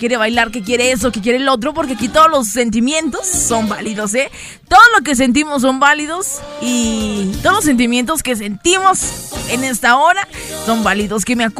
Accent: Durango, Mexico; somos desde acá del norte

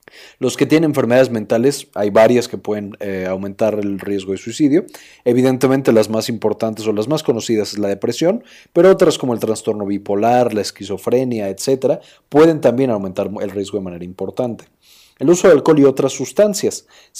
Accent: Mexico; nuestro país, México

